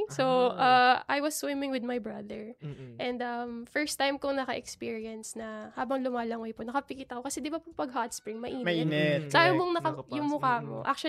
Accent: Manila, Metro Manila, Philippines; I'm not from Laguna. I'm really from Manila. So, lumaki po kaming Maynila.

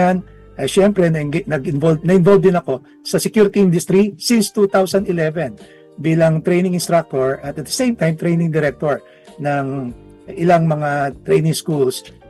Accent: Manila, Metro Manila, Philippines; ako ay nag-elementarya sa Holy Child Catholic School sa Tondo, Laking Tondo ako

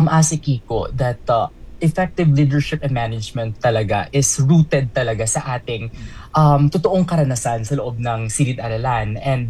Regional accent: Bacolod, Western Visayas, Philippines; born or raised there

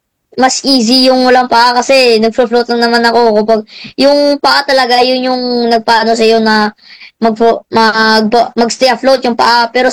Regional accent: Cadiz City, Western Visayas, Philippines; Negros sa Cadiz City.

